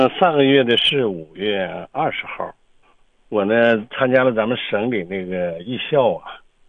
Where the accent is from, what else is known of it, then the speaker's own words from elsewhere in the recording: Hegang, Heilongjiang, China; 我的家乡鹤岗